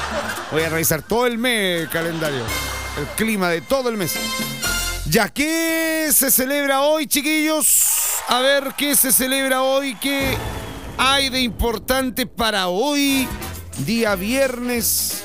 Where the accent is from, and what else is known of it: Chile